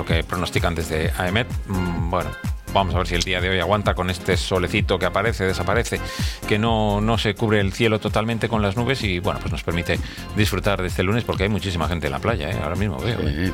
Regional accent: Laredo, Cantabria, Spain; somos laredanos y que somos grandes seguidores de la Batalla de Flores y de esta Semana Grande

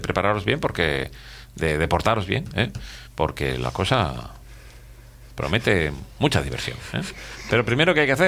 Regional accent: Spain

